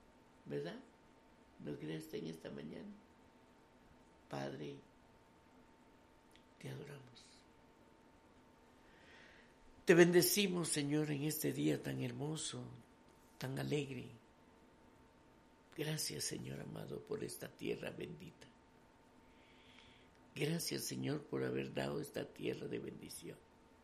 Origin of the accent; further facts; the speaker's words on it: Guatemala; ayúdanos a seguir siendo buenos guatemaltecos